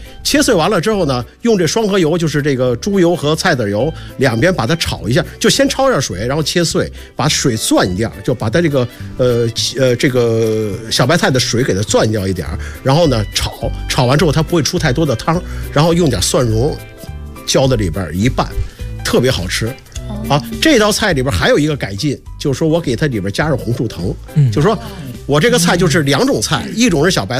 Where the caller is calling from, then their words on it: Jiangsu, China; 我们南方人呢，因为我是江苏人，就是南方人